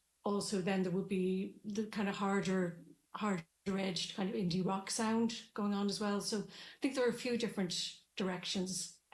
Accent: Dublin, Leinster, Ireland; born or raised there; now in Maynooth, Ireland

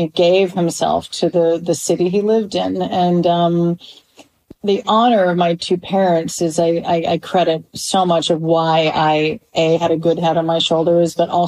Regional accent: Canada; My parents, I was raised in Canada, fully indoctrinated to doubt everything in the U.S.

